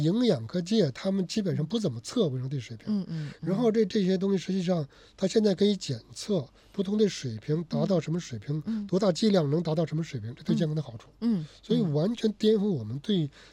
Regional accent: China; 我们中国人普遍，尤其中国的女性普遍晒太阳不足的

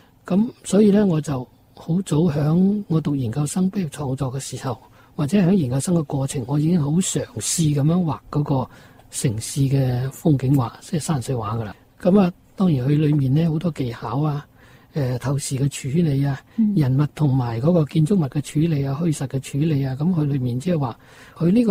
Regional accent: Guangzhou, Guangdong, China; born there; moved away

